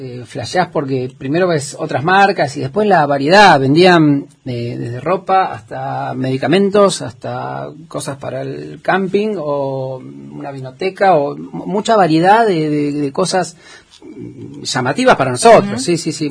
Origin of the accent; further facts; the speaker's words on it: Argentina; no éramos 10 argentinos, éramos miles de argentinos